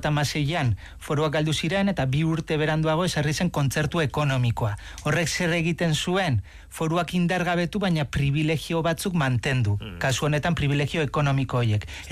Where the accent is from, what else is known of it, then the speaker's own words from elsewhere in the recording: Laguardia, Basque Country, Spain; nire herria, Biasteri, ba, Biasterik badauka udaletxea